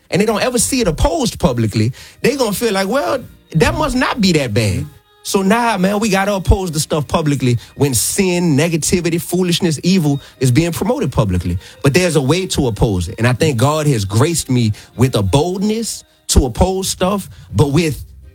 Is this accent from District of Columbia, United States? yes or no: no; New Orleans, Louisiana, United States; I'm still from New Orleans. I still came up in a space to where it's like, boy, you'll get your dome knocked off